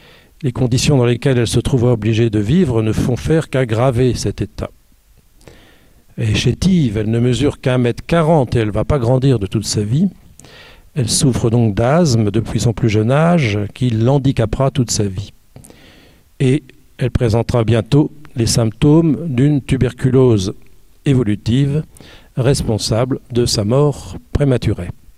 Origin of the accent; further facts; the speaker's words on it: Hauts-de-France, France; Moi, je suis du Nord, j'aime bien que les W soient des vrais